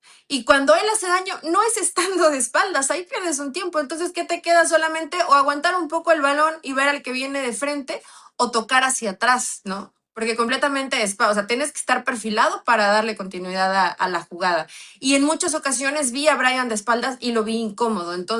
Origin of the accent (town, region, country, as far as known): Mexico